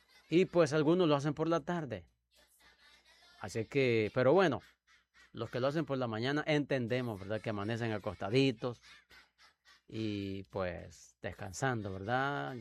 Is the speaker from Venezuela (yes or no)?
no; El Salvador